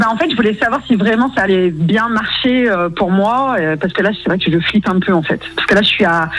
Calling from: Auvergne-Rhône-Alpes, France; je suis en Isère

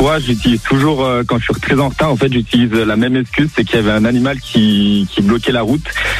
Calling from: Auvergne-Rhône-Alpes, France; Ouais, j'habite en Savoie

